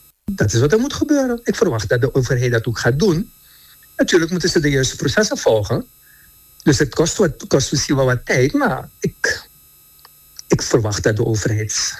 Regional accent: Suriname; Want dat is de overweging die wij moeten maken als Surinamers, toch?

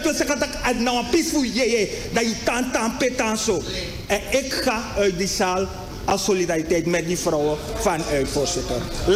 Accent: Suriname; wij als Surinamers

